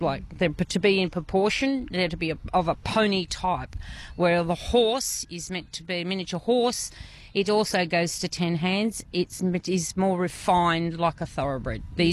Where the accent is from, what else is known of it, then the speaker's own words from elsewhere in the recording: Gunnedah, New South Wales, Australia; I'm from Gunnedah, and been breeding miniature ponies for about 30 years.